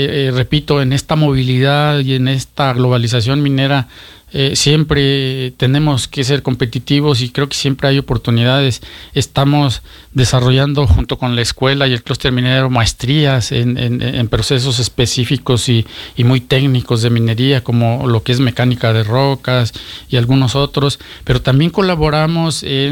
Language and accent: Spanish; Zacatecas, Mexico; soy orgullosamente zacatecano.